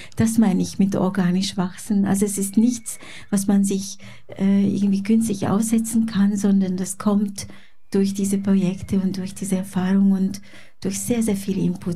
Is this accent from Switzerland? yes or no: yes; Switzerland; also born or lived in Hungary; Ich bin gebürtige Ungarin, in Ungarn geboren und kam dann als kleines Kind in die Schweiz.